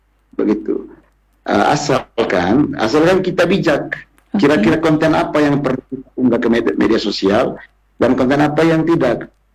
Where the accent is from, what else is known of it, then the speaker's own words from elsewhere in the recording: Manggarai, East Nusa Tenggara, Indonesia; tradisi ini nanti akan menjadi kebiasaan kita orang Manggarai, bahwa bahwa menggunakan pakaian yang menurut kita orang Manggarai tidak sopan di tempat umum itu akan menjadi hal yang biasa-biasa saja untuk generasi muda kita.